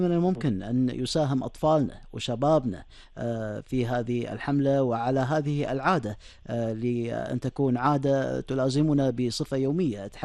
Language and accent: Arabic; Kuwait; احنا كبرنا معاها كأجيال في الكويت